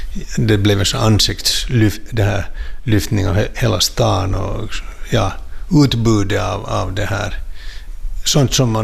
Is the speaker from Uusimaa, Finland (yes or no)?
yes; Helsinki, Uusimaa, Finland; som helsingforsare tycker jag det hör till